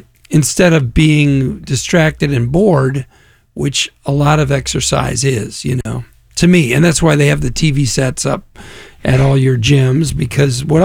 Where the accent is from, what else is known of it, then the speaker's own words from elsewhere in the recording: Naperville, Illinois, United States; Yeah, I'm from Chicago. I'm from Naperville, and Normal is actually a name of a town in Illinois